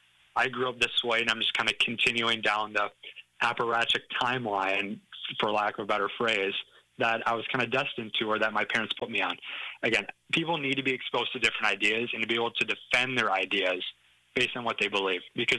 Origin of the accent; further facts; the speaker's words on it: Minnesota, United States; Yeah, I live right now, and I grew up about 30 minutes south of the Twin Cities. So Minneapolis is kind of my second home away from home.